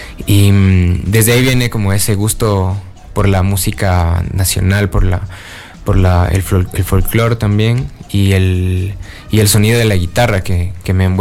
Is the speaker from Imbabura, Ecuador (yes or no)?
no; Quito, Pichincha, Ecuador; Bueno, mi familia paterna es de Ambato. Yo nací aquí en Quito.